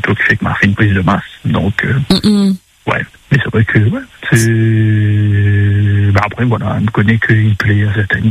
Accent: Hauts-de-France, France; Donc je précise, je suis du Nord, mais après si c'est sur les autres secteurs, pas un souci non plus.

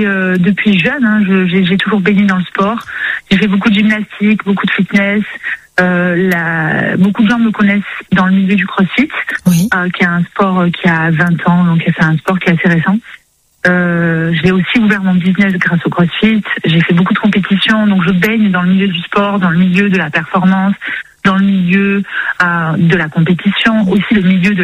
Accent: Avignon, Provence-Alpes-Côte d'Azur, France

